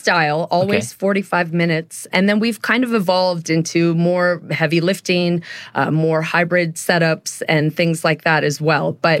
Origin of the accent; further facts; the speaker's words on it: Phoenix, Arizona, United States; we're expanding and to my hometown in Phoenix.